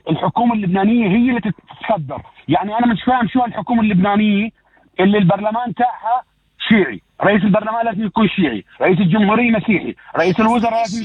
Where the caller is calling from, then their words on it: Palestine; أنا فلسطيني.